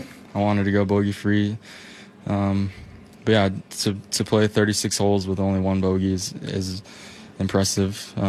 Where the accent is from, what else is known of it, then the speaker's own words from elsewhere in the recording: Hawaii, United States; now in Utah, United States; I take a lot of, you know, my roots, you know, from here in Utah, even though I'm from Hawaii. But, you know, I went to high school here, and now I'm obviously in college here in Utah.